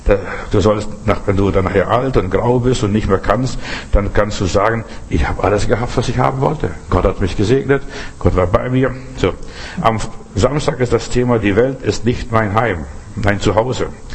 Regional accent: Germany; ich bin ein Deutscher und lebe hier gerne in Europa, aber das ist nicht meine Heimat.

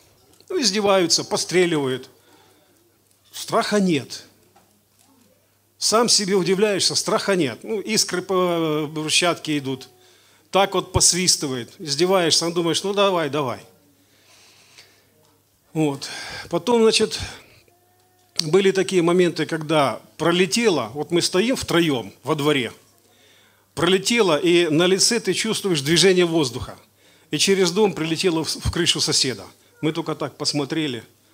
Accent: Mariupol, Donetsk Oblast, Ukraine; moved away as an adult; now in Belgorod, Russia; Я из Мариуполя. Семья моя из Мариуполя. В 23-м году после всех этих событий мы переехали в Белгород.

